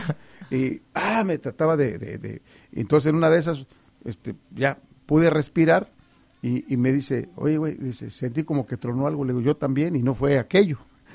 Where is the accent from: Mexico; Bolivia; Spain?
Mexico; yo soy el clásico mexicano que deja todo para el último.